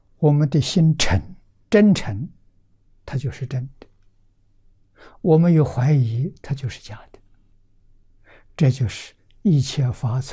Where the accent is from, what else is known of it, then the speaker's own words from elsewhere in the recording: China; 啊，我们中国人叫露丝。